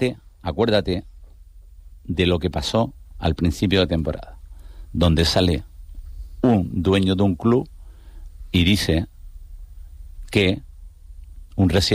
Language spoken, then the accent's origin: Spanish; Canary Islands, Spain; incluido yo, que soy canario también